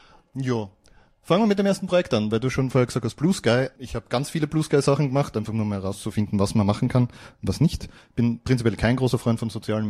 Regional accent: Graz, Styria, Austria; ich komme aus Graz.

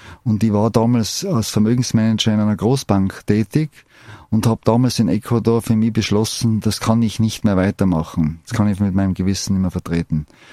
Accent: Innsbruck, Tyrol, Austria; born there; Ich bin in Innsbruck geboren.

